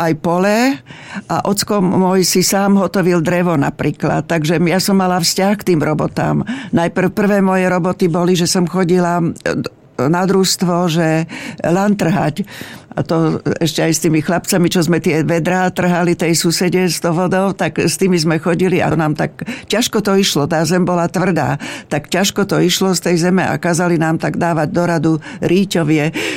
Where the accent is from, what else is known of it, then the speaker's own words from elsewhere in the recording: Blatnica, Žilina Region, Slovakia; my sme boli autobusári z Blatnici